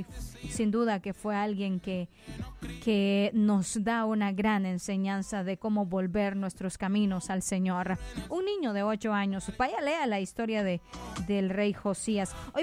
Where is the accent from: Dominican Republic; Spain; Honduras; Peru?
Honduras; diríamos usted y yo, como hondureños